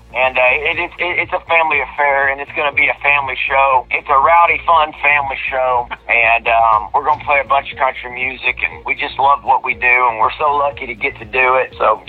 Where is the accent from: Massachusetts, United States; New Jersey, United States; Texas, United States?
Texas, United States; Amarillo; I'm blessed that I have such a wonderful mom in Amarillo. My mom was a school teacher. My daddy's a disabled veteran, but he was also a custodian, so I cleaned a lot of toilets there in Amarillo